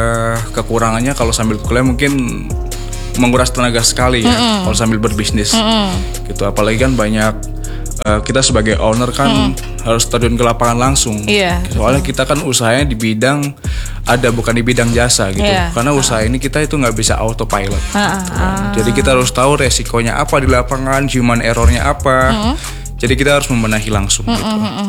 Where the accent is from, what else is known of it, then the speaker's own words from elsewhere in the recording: Indramayu, West Java, Indonesia; Asal daerah saya itu dari Kabupaten Indramayu.